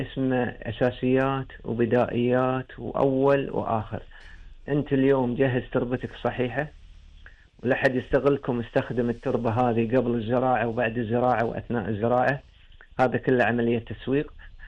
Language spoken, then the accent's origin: Arabic; Kuwait; احنا عندنا في الكويت